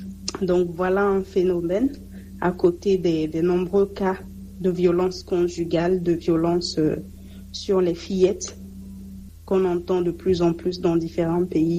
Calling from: Benin; chez nous au Bénin

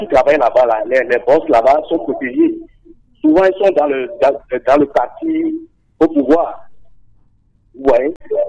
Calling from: Togo; Depuis Kagome.

